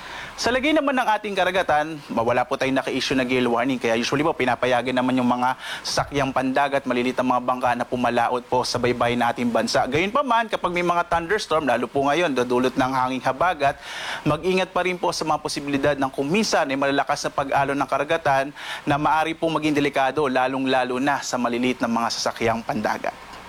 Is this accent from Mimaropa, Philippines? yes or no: no; Central Luzon, Philippines; Dito rin po sa Zambales at sa amin sa Bataan